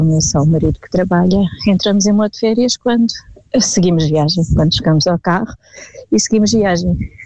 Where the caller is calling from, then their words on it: Barreiro, Setúbal, Portugal; Eu sou do Barreiro.